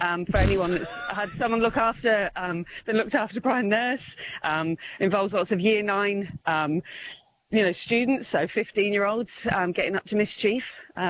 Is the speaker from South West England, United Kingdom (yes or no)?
yes; Bath, South West England, United Kingdom; moved away; So I'm from Bristol, Bath area.